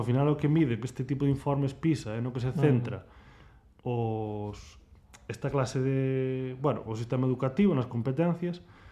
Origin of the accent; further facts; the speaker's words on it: Laxe, Galicia, Spain; Ya son de Laxe.